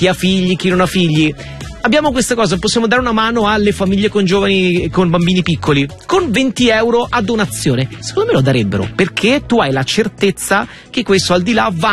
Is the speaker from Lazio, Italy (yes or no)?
yes; Rome, Lazio, Italy; also born or lived in Padua; noi siamo entrambi di Roma e nelle grandi città, ma anche quando vivevo a Padova